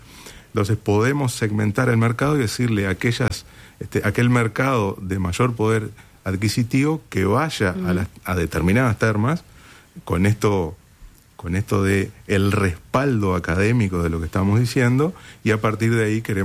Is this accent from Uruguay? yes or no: yes; Uruguay